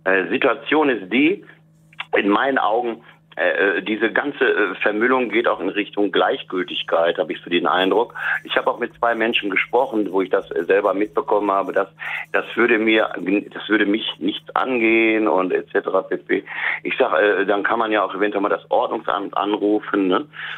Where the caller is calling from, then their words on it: Essen, North Rhine-Westphalia, Germany; Und zwar wohne ich in Essen-Frohnhausen und beobachte seit 8, 9 Jahren eine zunehmende Vermüllung meines Orts oder Stadtteils